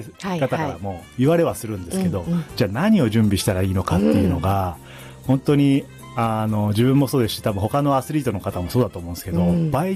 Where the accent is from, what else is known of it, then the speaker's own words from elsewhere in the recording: Gunma, Japan; moved away; で2020年にまた群馬に戻ってくるんですけど、